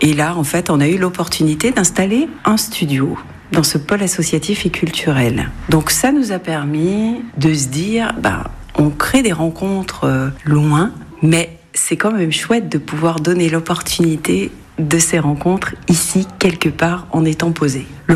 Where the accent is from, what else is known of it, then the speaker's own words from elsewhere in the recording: France; born there; now in Joyeuse, France; dans mes origines, on va dire que je suis plutôt de la campagne, j'ai des origines réunionnaises, alors je suis née en France, mais j'ai grandi avec une culture réunionnaise